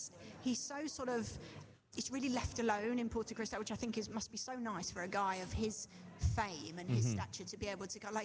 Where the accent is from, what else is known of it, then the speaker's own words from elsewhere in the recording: Watford, East of England, United Kingdom; moved away as an adult; also born or lived in Bushey; now in Mallorca, Spain; Watford. I lived in Bushy, just next to Watford.